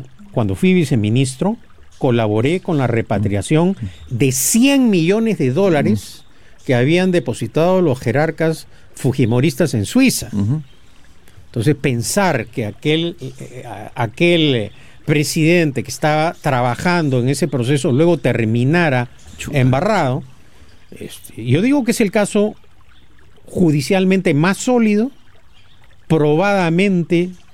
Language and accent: Spanish; Peru